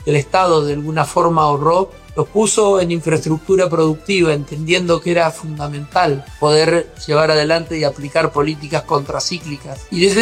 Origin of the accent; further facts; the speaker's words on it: Santa Fe, Argentina; Porque nosotros nos sentimos muy orgullosos de lo que somos la provincia de Santa Fe, de lo que representamos, porque fundamentalmente sentimos orgullo de dónde venimos.